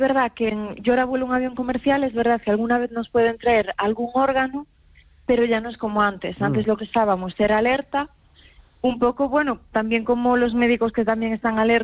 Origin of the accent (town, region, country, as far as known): Cambados, Galicia, Spain